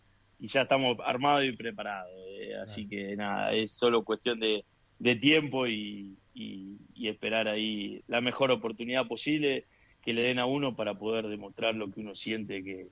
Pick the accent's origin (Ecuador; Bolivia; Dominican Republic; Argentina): Argentina; Mirá, yo crecí ahí en Parque en Argentino, yo era enganche.